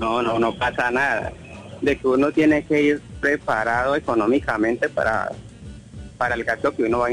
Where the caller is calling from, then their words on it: Valle del Cauca, Colombia; De acá del barrio Finlandia, de Jumbo Valle.